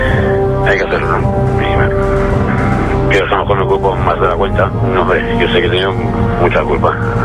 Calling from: Reus, Catalonia, Spain

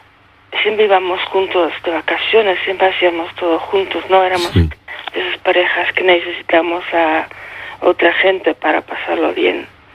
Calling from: Barcelona, Catalonia, Spain; Y yo, claro, vivo en Barcelona.

